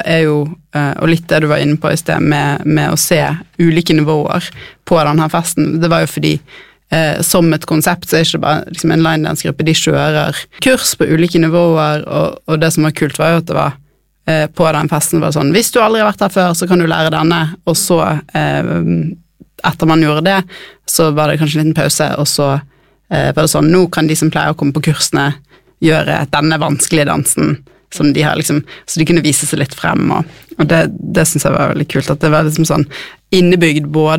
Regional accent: Bergen, Vestland, Norway; Dere hører jo på dialekten min, jeg er fra Bergen.

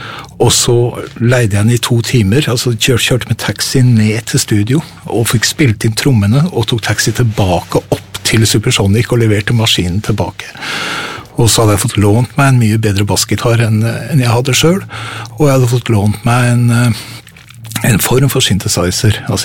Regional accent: Bodø, Nordland, Norway; now in Oslo, Norway; jeg født og oppvokst I Frelsesarmeen I Nord-Norge.

